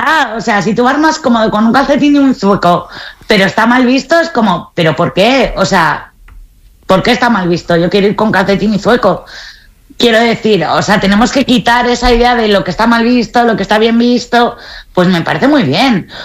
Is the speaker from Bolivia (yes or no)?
no; Spain; yo soy española